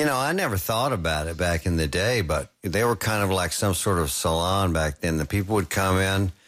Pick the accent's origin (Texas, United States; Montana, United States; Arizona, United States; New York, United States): Texas, United States; Fort Worth; My dad started a record store in Fort Worth, Texas in 1957, and that's where I grew up